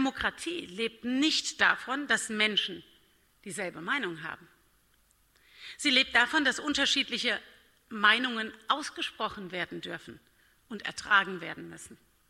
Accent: Bad Kreuznach, Rhineland-Palatinate, Germany; bin Rheinland-Pfälzerin, komme von der nahe Bad Kreuznach. Und das ist meine Geburtsstadt

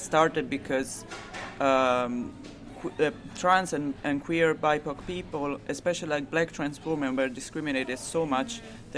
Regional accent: Italy; I'm from Italy, and my father's family is from Naples

